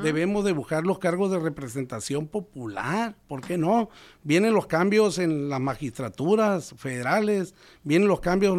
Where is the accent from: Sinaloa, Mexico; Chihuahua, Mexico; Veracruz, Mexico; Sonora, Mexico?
Sinaloa, Mexico; Villa Juárez; born there; el día de hoy estuve en mi tierra.